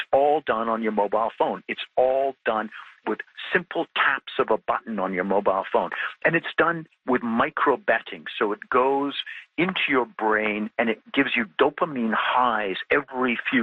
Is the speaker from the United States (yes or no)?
no; Canada; And it boggles my mind as a Canadian